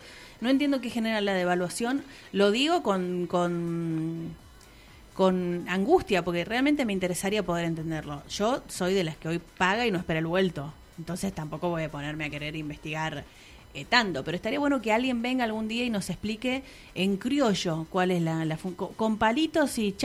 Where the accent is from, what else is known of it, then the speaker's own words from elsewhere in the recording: Argentina; No entiendo por qué a mí, como argentina, me sale más barato comprar en otro país, por ejemplo.